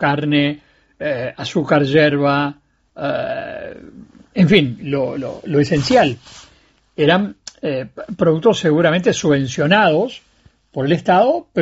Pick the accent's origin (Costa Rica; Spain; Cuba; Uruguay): Uruguay; Montevideo; en mi barrio, que es el barrio Bolívar, donde yo nací en Montevideo